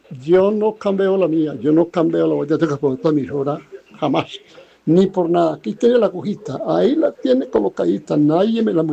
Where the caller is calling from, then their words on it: Medellín, Antioquia, Colombia; Reporto de Antonio San Antonio de Prado … Vereda El Salado, y es una vereda, la vereda que es la que me gusta a mí.